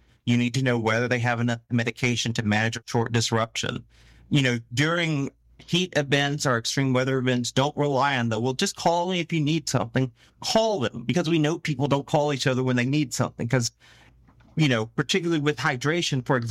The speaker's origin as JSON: {"language": "English", "region": "South Carolina", "country": "United States", "said": "I'm from South Carolina. Growing up, other than Hugo, I can count on my hands the number of times Charleston probably flooded."}